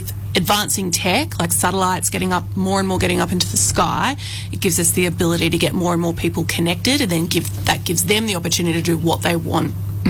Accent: Brisbane, Queensland, Australia; Well, I'm from Brisbane, so I'm a proud Queenslander

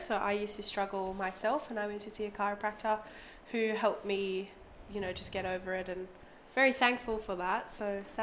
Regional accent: South Africa; moved away as an adult; I was actually caught in South Africa. So I'm South African.

